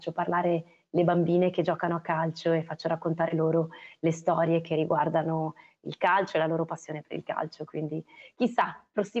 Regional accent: Genoa, Liguria, Italy; also born or lived in Milan; now in Denmark; Io peraltro sono originaria di Pra, perché i miei genitori abitano a Pra

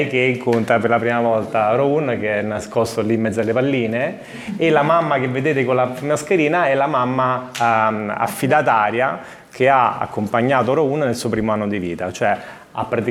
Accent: Rome, Lazio, Italy; born there; Io sono nato a Roma

